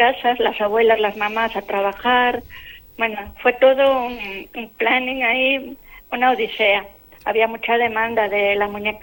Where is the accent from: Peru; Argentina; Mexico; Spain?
Spain; Pontevedra, Galicia; yo soy de Pontevedra